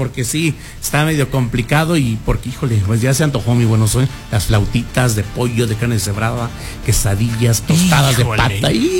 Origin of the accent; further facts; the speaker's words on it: Mexico; todo compatriota de aquí de mexicano, como buen mexicano